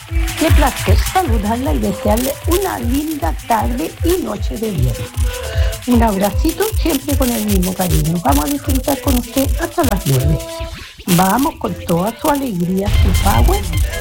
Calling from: Viña del Mar, Valparaíso, Chile

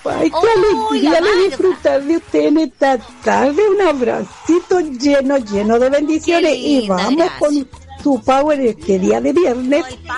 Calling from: Viña del Mar, Valparaíso, Chile; de Viña del Mar.

